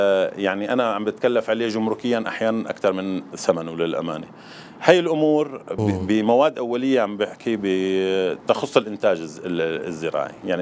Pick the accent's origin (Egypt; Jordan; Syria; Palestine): Syria; التنوع المناخي اللي عندنا بسوريا، من شرق لشمال سوريا للجنوب